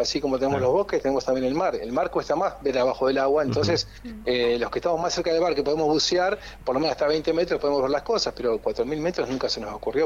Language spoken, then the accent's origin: Spanish; Argentina; Entonces, como bueno, competitivos somos de argentinos, dijimos, bueno, primera expedición en Argentina, queremos llegar a 1.000.